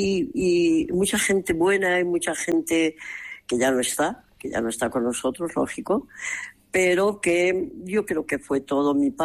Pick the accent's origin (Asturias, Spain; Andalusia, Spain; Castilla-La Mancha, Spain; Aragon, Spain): Castilla-La Mancha, Spain; Beteta; moved away; estoy en Beteta, mi pueblo, mi tierra, mi pueblo que me vio nacer